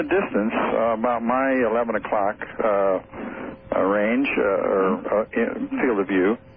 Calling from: Reno, Nevada, United States; I'm calling from the Reno area.

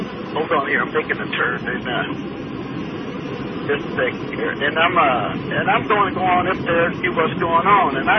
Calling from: United States; I'm a American. My family has been American for years

